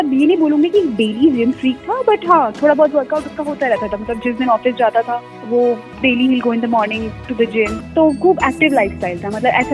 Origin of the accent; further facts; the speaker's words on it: Assam, India; born there; now in Bangalore, India; But मेरे father air force में थे तो मेरा जन्म आसाम में हुआ था और मैं डिफरेंट डिफरेंट स्टेट्स में बड़ी हुई हूँ।